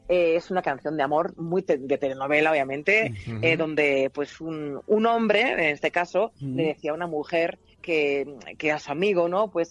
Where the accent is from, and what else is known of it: Spain; now in Mexico